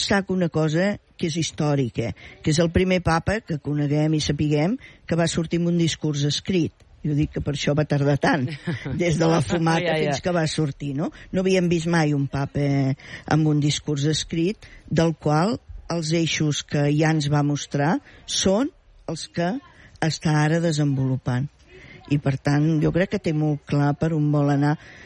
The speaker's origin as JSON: {"language": "Catalan", "town": "Reus", "region": "Catalonia", "country": "Spain", "said": "jo sóc de Reus."}